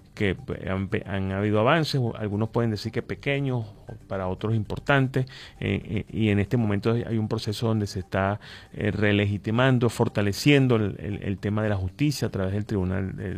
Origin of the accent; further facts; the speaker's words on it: Venezuela; acuerdos que nos unan como venezolanos.